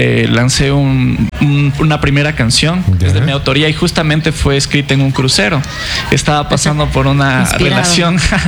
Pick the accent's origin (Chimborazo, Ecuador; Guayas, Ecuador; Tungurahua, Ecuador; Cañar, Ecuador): Tungurahua, Ecuador; Ambato; moved away as an adult; also born or lived in Phoenix, Arizona, United States; como ecuatoriano, como ambateño